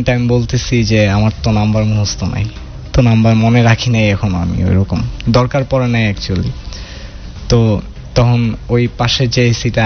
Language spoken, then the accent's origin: Bangla; Narayanganj, Dhaka Division, Bangladesh; also born or lived in Mymensingh; আমি মাইনসিং থেকে বিলং করি, আর ছোটবেলার থেকে বেড়ে ওঠা নারায়ণগঞ্জে আমার আব্বুর জব পারপাসের কারণে আর কি।